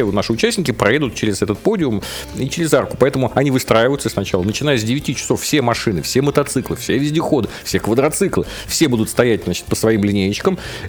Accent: Moscow, Russia; born there; moved away as an adult; now in Vladimir Oblast, Russia

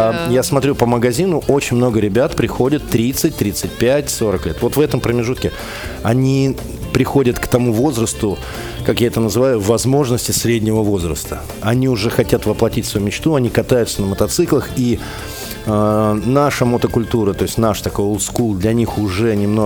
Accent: Saint Petersburg, Russia; born there; я в детстве в аэропорт, в Пулково, да, ехал на такси.

